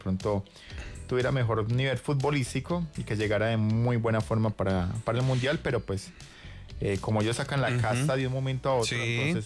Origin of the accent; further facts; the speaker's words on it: Colombia; nosotros como colombianos pues queremos ver obviamente que los equipos avancen